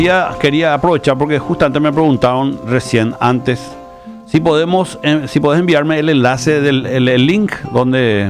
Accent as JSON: {"language": "Spanish", "country": "Paraguay"}